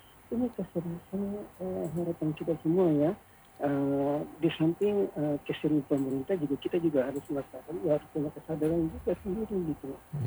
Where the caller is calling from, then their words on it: Bima, West Nusa Tenggara, Indonesia; di Kota Bima.